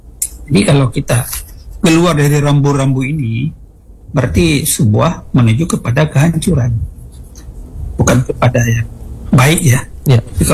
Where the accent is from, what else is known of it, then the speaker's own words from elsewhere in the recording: Aceh, Indonesia; Apalagi yang kita Aceh ini sedang dan melakukan pemberlakuan syariat Islam ya